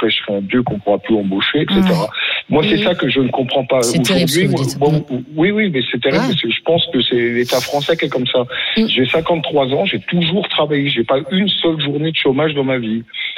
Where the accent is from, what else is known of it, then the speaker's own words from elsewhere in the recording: France; Et pourtant, je suis un Français moyen, parce qu'on a deux salaires.